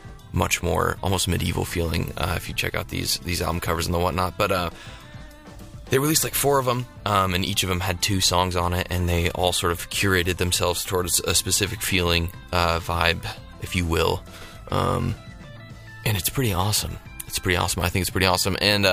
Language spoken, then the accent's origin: English; Colorado, United States; Colorado, my home state